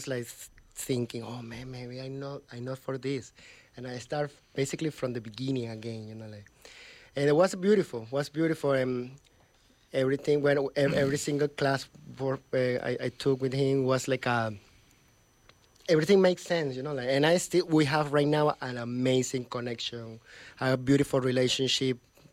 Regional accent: Venezuela; English is a second language; moved away as an adult; now in New York, United States; I'm from Venezuela

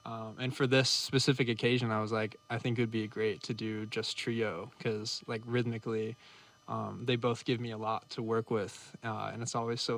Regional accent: California, United States; now in New York, United States; we're both from California, opposite ends of the state

